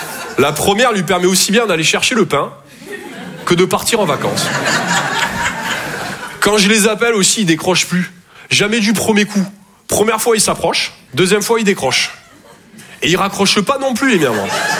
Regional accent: Toulouse, Occitanie, France; accent: Toulouse

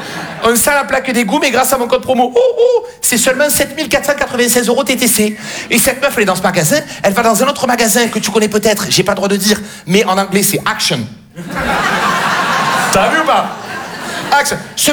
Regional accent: Marseille, Provence-Alpes-Côte d'Azur, France

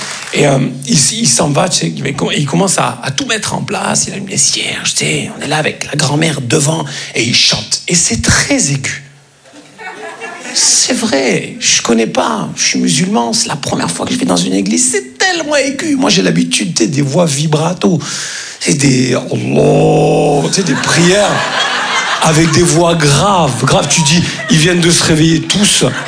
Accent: Grand Est, France; Comme on dit chez nous, en Lorraine.

